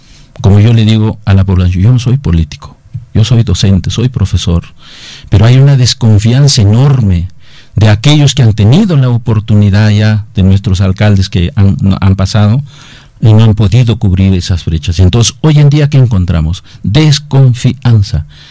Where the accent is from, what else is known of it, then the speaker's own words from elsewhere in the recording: Usquil, La Libertad, Peru; mi pueblo de Usquil